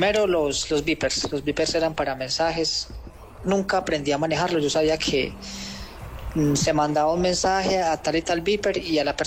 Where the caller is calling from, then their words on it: Colombia; soy de Colombia